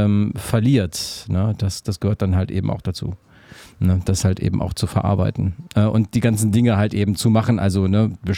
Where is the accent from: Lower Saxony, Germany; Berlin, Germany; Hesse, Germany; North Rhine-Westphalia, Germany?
North Rhine-Westphalia, Germany; Aachen; born or raised there